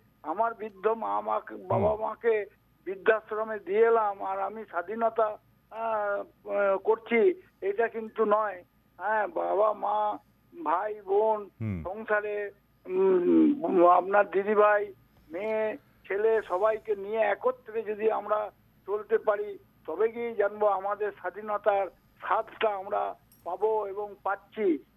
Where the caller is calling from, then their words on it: Budbud, West Bengal, India; আমি পশ্চিমবঙ্গের পূর্ব বর্ধমান জেলার বুধবুর থেকে